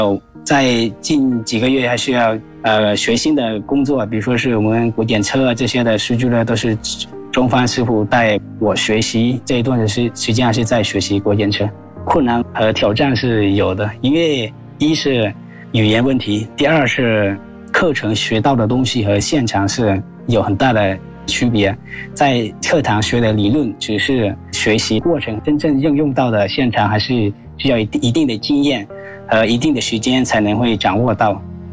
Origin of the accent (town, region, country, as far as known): Laos; Chinese is a second language